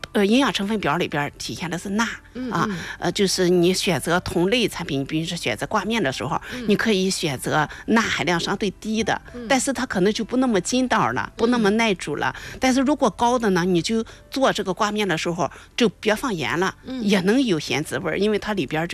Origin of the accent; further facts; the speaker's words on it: Shandong, China; 因为我们山东人不太喜欢吃橄榄油，是吧？喜欢吃花生油